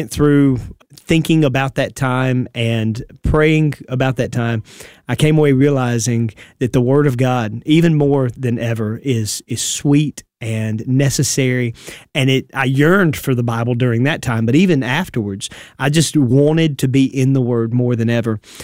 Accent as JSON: {"language": "English", "country": "United States", "tie": "born or raised there", "said": "I grew up in Wayne County and then started pastoring right out of high school."}